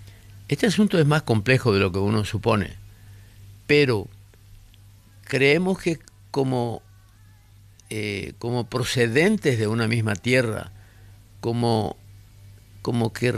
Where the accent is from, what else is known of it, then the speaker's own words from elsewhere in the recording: Paraguay; como paraguayos, como habitantes de esta tierra.